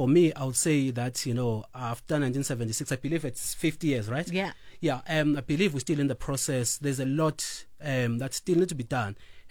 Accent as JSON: {"language": "English", "town": "Umzimkulu", "region": "KwaZulu-Natal", "country": "South Africa", "tie": "born or raised there", "said": "I'm born and bred. I'm from Mzimkulu, yes."}